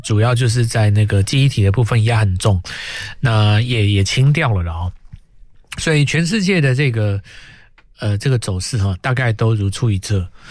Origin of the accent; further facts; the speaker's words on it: Taiwan; 我们台湾这边